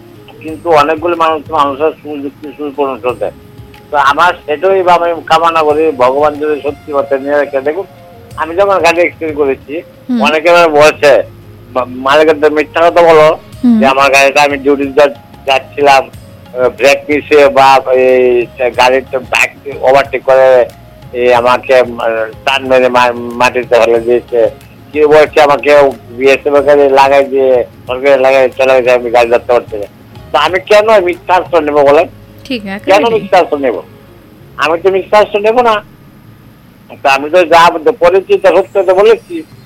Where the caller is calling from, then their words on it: West Bengal, India; আমি পশ্চিমবঙ্গের পাঁচমুখে বলছি।